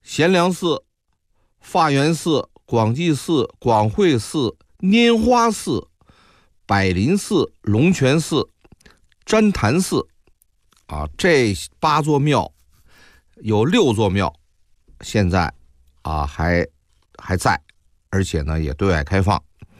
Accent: Beijing, China; 因为我是在西城的劈柴胡同长大的

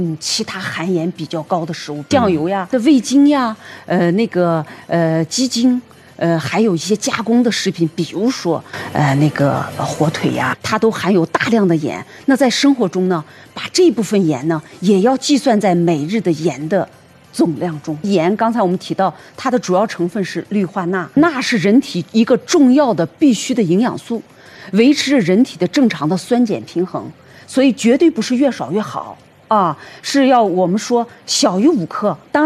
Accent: China

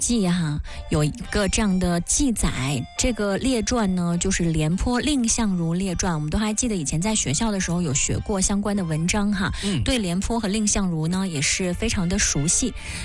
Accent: China

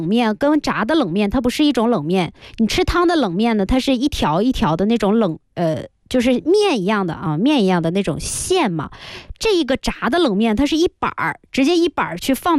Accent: Northeast China, China; born there; now in Guangdong, China

